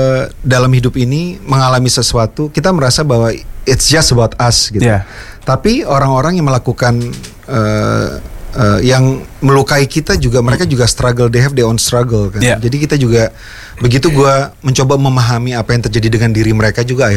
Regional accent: Medan, North Sumatra, Indonesia; moved away as an adult; also born or lived in Bandung; di kampung gue di Medan

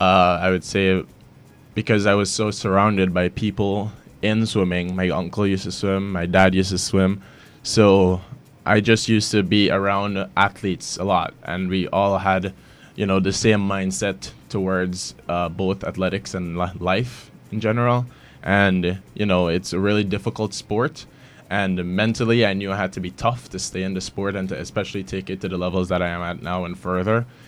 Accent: Georgetown, Demerara-Mahaica, Guyana; also born or lived in United States; Guyanese, because I spent majority of my life here. I grew up in Northeast La Penitence, and, you know, growing up in Guyana

